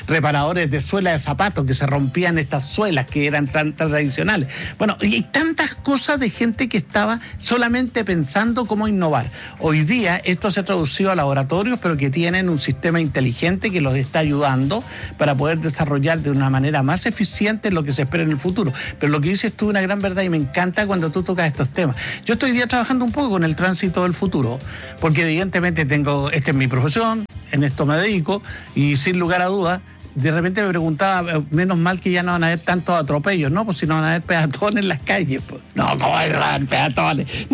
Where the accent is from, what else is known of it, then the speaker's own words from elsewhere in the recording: Argentina; Somos latinos. Entonces, de repente, vienen a veces los españoles, vienen los ingleses, y nos tratan de decir, ¿pero cómo? ¿Y cómo? Así somos. Nosotros, mira, ni siquiera somos iguales entre nosotros, los argentinos